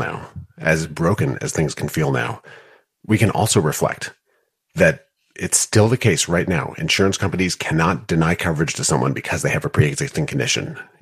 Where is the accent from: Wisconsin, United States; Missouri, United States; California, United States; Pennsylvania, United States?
Wisconsin, United States; including the progressive movement in my home state of Wisconsin